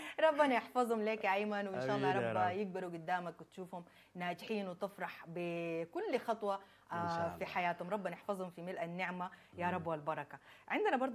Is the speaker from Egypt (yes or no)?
no; Sudan; الظروف اللي مرينا بها كسودانيين